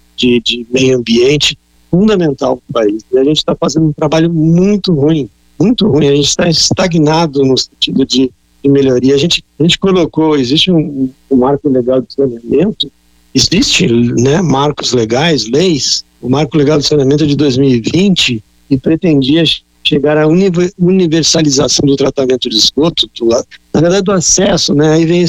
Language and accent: Portuguese; Porto Alegre, Rio Grande do Sul, Brazil; eu sou de Porto Alegre originalmente